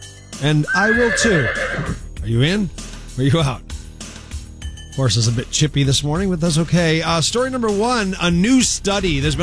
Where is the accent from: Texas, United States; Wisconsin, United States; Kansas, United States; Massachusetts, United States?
Massachusetts, United States; Natick; I was born in Natick, Mass.